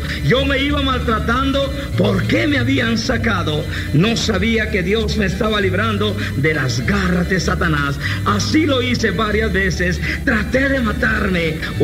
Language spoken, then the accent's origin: Spanish; Guatemala City, Guatemala Department, Guatemala; also born or lived in Santa Cruz del Quiché, Guatemala; según me contaron que a los 2 meses de haber nacido, me trajeron a la capital de Guatemala.